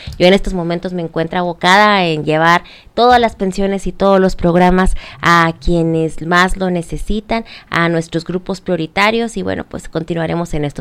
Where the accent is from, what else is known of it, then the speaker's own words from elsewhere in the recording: Mexico; Son tiempos en los que tenemos que sacar la casta como mexicanas y como mexicanos